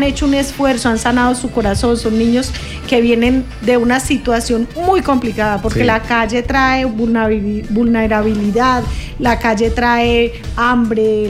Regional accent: Pereira, Risaralda, Colombia; como somos los pereiranos, los risaraldenses, una ciudad cívica, amorosa, comprometida.

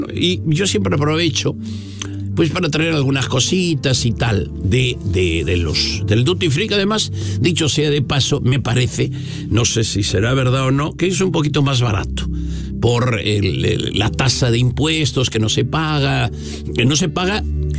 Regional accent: Castile and León, Spain; born there; moved away; also born or lived in Zaragoza; Astorga. Eso está cerca de mi pueblo.

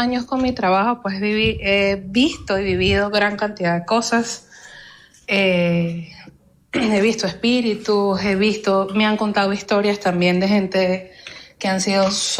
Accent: Venezuela; now in Bucaramanga, Colombia; Yo soy de Venezuela, pero vivo en Bucaramanga.

